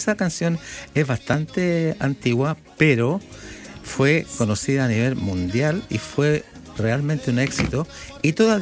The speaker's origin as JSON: {"language": "Spanish", "town": "Santiago", "region": "Santiago Metropolitan Region", "country": "Chile", "moved": "yes", "lives_now": "Melbourne, Australia", "said": "No, yo vengo de Santiago. Soy santiaguino neto."}